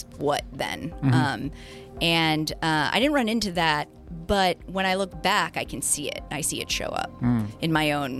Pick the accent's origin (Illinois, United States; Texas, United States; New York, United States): Illinois, United States; I grew up outside of Chicago.